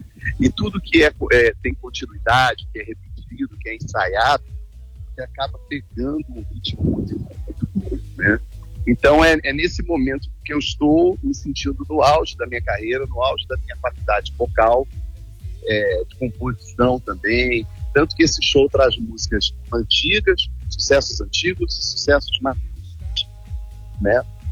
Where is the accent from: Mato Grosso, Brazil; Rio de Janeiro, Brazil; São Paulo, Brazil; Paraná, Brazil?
Rio de Janeiro, Brazil; Por sinal, eu estou aqui com ela em Salvador agora, eu sou do Rio